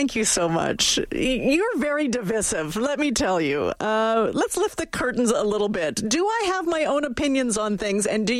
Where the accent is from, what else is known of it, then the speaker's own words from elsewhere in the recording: Canada; I love this province, but I always say I'm Canadian when I go somewhere and I'm meeting new people. I've always been proud to be from this country